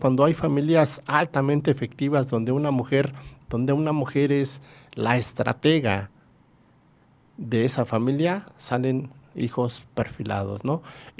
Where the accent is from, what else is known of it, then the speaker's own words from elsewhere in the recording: Mexico; somos mexicanos